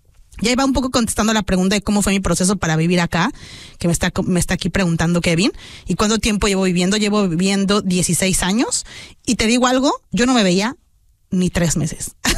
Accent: New Zealand; Sí, yo soy de Nueva Zelanda.

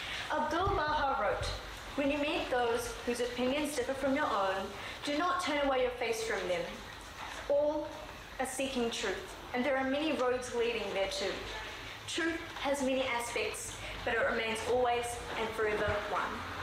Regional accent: New Zealand; also born or lived in Sri Lanka; I was not born here. I was born in Sri Lanka. So the road I travel on has obstacles of migration. There always seemed to be a voice whispering in my ear, saying that I don't belong anywhere. I seem too Sri Lankan for New Zealand, but too Kiwi for Sri Lanka.

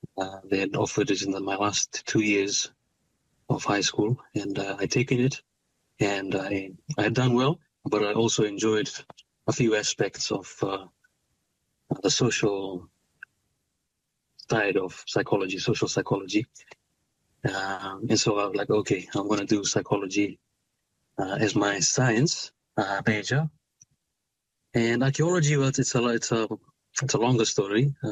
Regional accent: Fiji; moved away as an adult; But yes, so I spent most of my time growing up in Fiji, and only left in 2018 for my undergraduate studies.

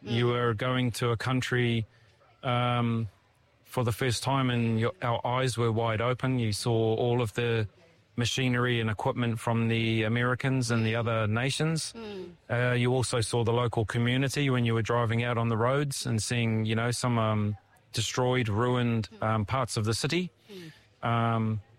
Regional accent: Auckland, New Zealand; born there; I was born in Auckland.

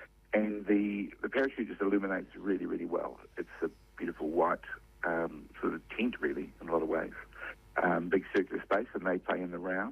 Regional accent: New Plymouth, Taranaki, New Zealand; moved away; I'm from New Plymouth, so we have the Festival of Lights down there.

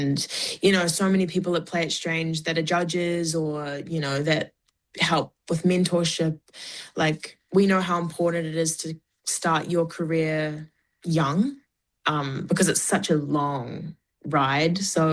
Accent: Clarks Beach, Auckland, New Zealand; I grew up in a town called Clarke's Beach

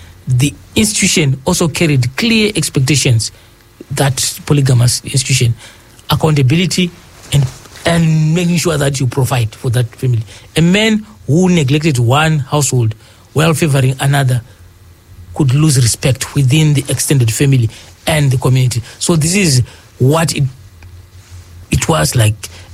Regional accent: Zimbabwe; I'm also from the Shona. This is the reason why I said I would want to, yes, tell you, I would want to, yes, paint that picture of what I understand from my culture, the Shonas of Zimbabwe.

